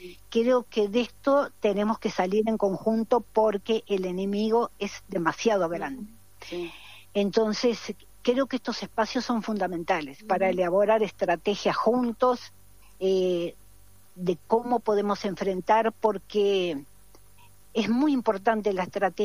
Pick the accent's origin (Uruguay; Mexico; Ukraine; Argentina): Uruguay; Yo vengo desde Uruguay.